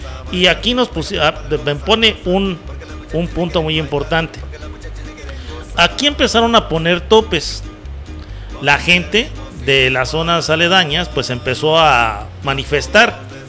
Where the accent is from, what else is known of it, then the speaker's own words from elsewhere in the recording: Huasteca, Mexico; de allá de donde es la estación, somos de la Huasteca, amigo